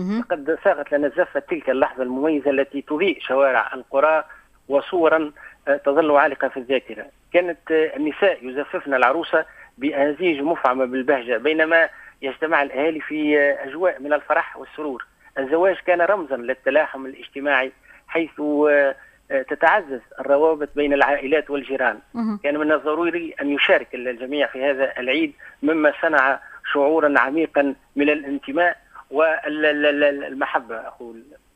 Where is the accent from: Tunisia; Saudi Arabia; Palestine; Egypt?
Tunisia; عندنا في تونس